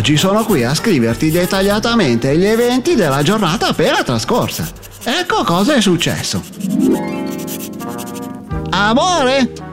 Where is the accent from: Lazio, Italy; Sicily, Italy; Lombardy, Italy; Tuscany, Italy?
Lombardy, Italy; Varese; born there; io che sono nato a Varese e ho origini ariano-vichinghe